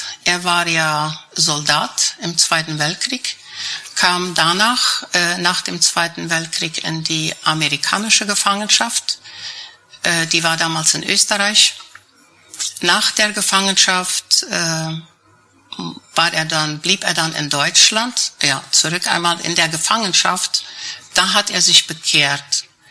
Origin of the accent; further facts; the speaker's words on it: Boquerón, Paraguay; also born or lived in Neuland Colony, Paraguay; Deshalb bin ich in Neuland geboren. Bin dann nachher auf Laguna Porá aufgewachsen mit meinen 5 anderen Geschwistern.